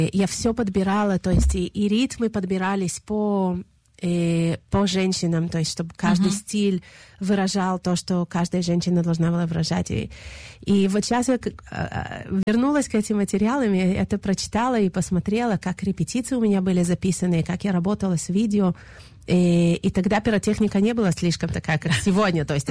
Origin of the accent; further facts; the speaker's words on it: Chisinau, Moldova; moved away; я из Кишинева, там мне очень близка цыганская музыка